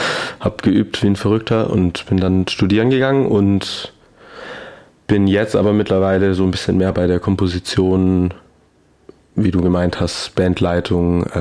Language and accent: German; Hechingen, Baden-Württemberg, Germany; ich komme ja aus dem Zollernalbkreis, aus Hechingen